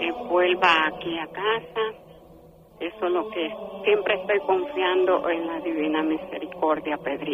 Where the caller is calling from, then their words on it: Bronx, New York, United States; Ay, usted... sí, usted sabe que … del Bronx, Nueva York.